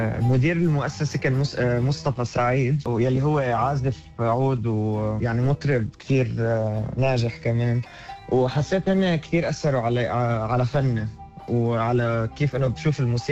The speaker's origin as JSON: {"language": "Arabic", "town": "Beirut", "region": "Beirut Governorate", "country": "Lebanon", "tie": "born or raised there", "moved": "yes", "lives_now": "Australia", "said": "أنا ربيت ببيروت لبنان، وجيت على أستراليا من 8 سنين ب 2019"}